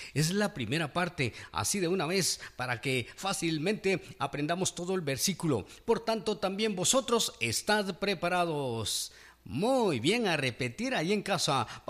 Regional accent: Guatemala; somos guatemaltecos, comemos chuchitos, rellenitos, atol de elote.

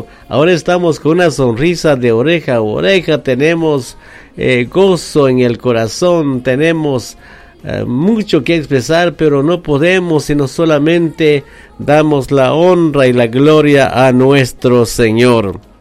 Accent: San Raimundo, Guatemala Department, Guatemala; San Raimundo ya es Guatemala, ya es capitalino. Y los fronterizos nos dicen a nosotros que ya somos capitalinos, ¿sí?

